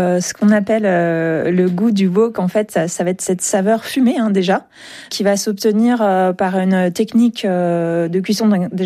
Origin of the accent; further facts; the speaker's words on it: France; je suis française, hein, donc forcément, j'ai une culture culinaire française qui est familiale